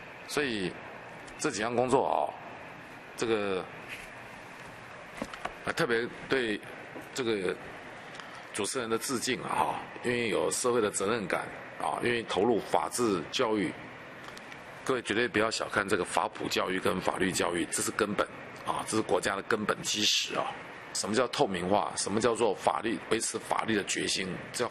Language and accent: Chinese; Taiwan; 我们台湾人就是一盘散沙。